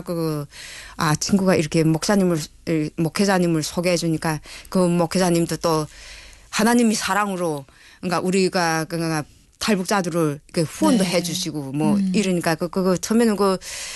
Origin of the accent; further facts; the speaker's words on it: North Korea; moved away as an adult; 저는 뭐 진짜 북한에 있을 때는 이런 종교라는 거는 들어도 못 봤어요.